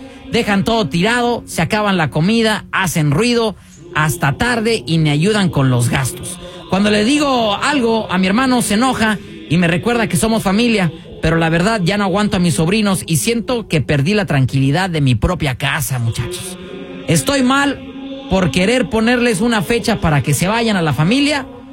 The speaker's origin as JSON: {"language": "Spanish", "region": "Guanajuato", "country": "Mexico", "lives_now": "Pflugerville, United States", "said": "Tengo 52 años. Soy de Guanajuato y vivo aquí en Pflugerville."}